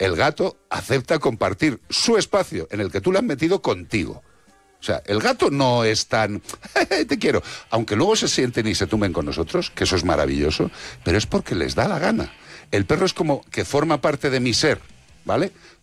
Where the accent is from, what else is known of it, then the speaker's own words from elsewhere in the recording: Madrid, Community of Madrid, Spain; born there; yo nací en Madrid.